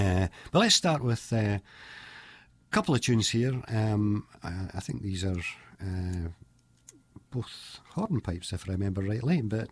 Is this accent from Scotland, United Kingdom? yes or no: yes; Dunfermline, Scotland, United Kingdom; my hometown of Dunfermline.